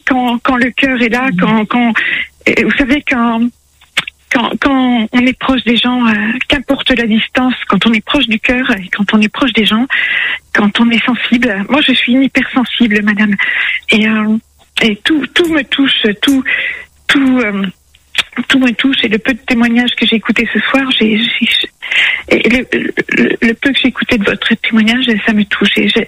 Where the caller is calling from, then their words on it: Lille, Hauts-de-France, France; J'habite à Lille